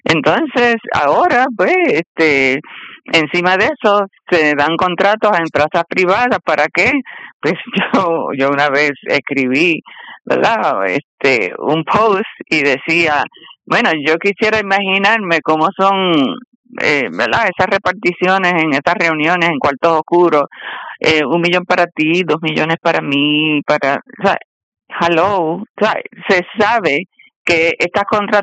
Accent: Puerto Rico

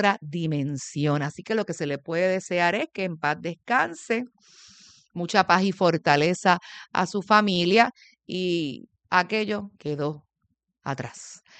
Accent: Puerto Rico; Así somos los puertorriqueños.

